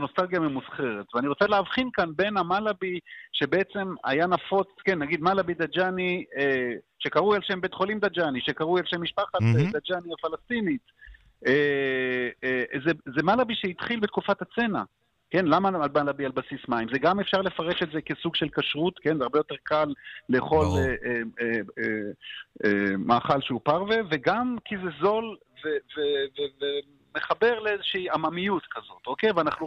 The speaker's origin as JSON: {"language": "Hebrew", "town": "Jaffa", "region": "Tel Aviv District", "country": "Israel", "tie": "born or raised there", "said": "ואני חושב שיש פה מעברים נורא מעניינים, כי אני זוכר בתור ילד ביפו"}